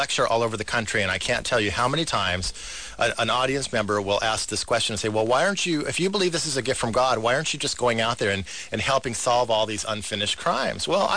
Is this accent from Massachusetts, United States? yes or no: no; Burbank, California, United States; I'm from Burbank. I'm a local kid, guy.